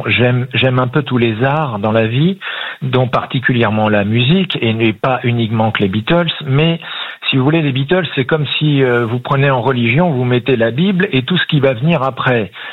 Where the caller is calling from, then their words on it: Nantes, Pays de la Loire, France; Alors je suis à Nantes.